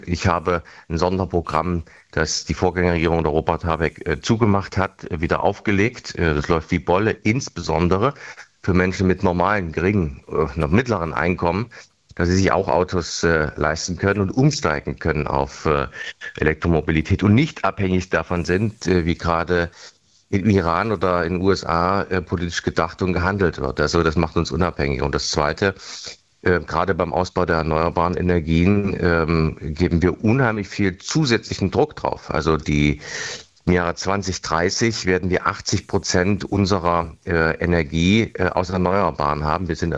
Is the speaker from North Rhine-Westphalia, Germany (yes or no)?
no; Erfurt, Thuringia, Germany; Entsiegelung von Flächen in Erfurt, meiner Heimat.